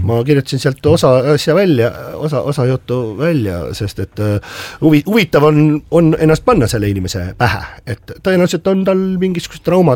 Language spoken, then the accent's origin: Estonian; Tallinn, Harju County, Estonia; born there; mina olen tegelikult praktiliselt selle maja naaber sünnipäraselt, et ma olen ju seal Hiiu pubi vastas on lillepoekane koheline maja, see on minu sünnikodu seal.